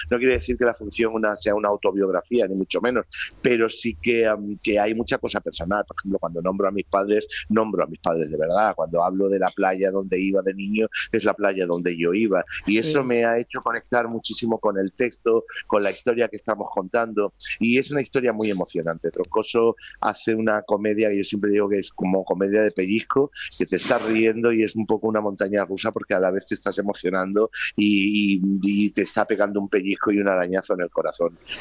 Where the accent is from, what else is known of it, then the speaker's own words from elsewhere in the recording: Málaga, Andalusia, Spain; now in Madrid, Spain; yo soy de Málaga, pero yo no me reúno con tantos actores malagueños.